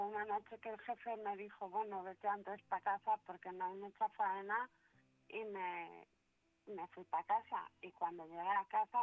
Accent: Vigo, Galicia, Spain; now in Barcelona, Spain; soy de Vigo, aunque llevo afincada en Barcelona casi 20 años.

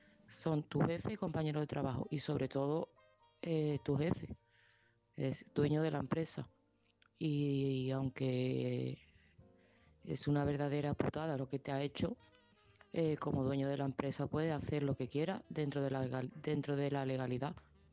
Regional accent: Seville, Andalusia, Spain

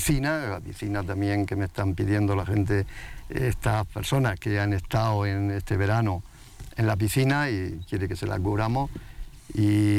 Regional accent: Santo Tomé, Andalusia, Spain; yo, Santo Tomé, mi pueblo, Santo Tomé, desde hace ya 30 años

